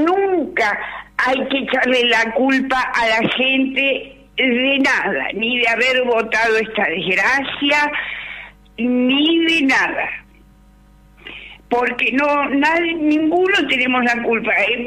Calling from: Argentina

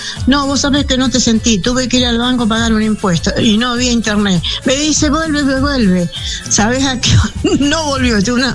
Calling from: San Manuel, Buenos Aires, Argentina; aquí de San Manuel.

